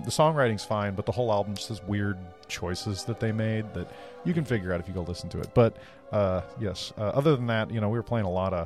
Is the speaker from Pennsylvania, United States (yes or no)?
no; Vancouver, Washington, United States; I wouldn't say I'm from the Seattle area. I'm from Vancouver